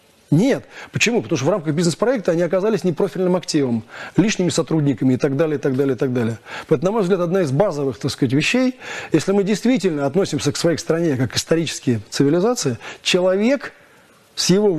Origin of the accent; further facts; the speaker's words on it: Moscow, Russia; Я коренной москвич